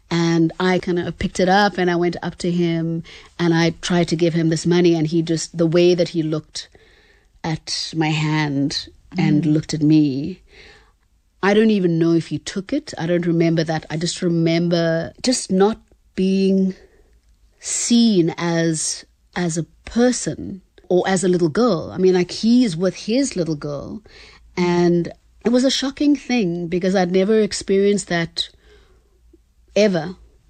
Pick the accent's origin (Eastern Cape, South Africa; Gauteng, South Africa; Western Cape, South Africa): Eastern Cape, South Africa; born or raised there